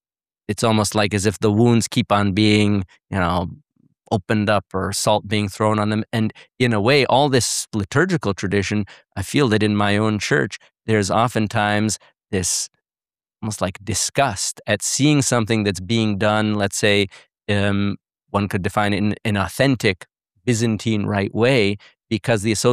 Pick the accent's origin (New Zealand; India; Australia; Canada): Canada; moved away as an adult; also born or lived in United States / Kyiv, Ukraine / Vienna, Austria; now in Rome, Italy; I was born in the States and grew up in Canada and live here in Rome, I'm a priest of the Ukrainian Greek Catholic Archeparchy of Kyiv.